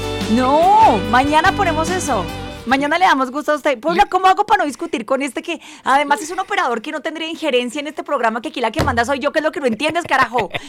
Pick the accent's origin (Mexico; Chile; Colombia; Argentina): Colombia; soy colombiana